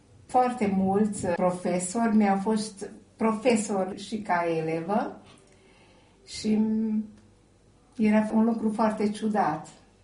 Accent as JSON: {"language": "Romanian", "town": "Gyula", "region": "Békés", "country": "Hungary", "tie": "born or raised there", "also_born_or_lived": "Méhkerék", "said": "Și după aia ne-am mutat la Giulă și aici am petrecut majoritatea anilor. Și copilăria și școlile le-am făcut aici, în orașul Giulă."}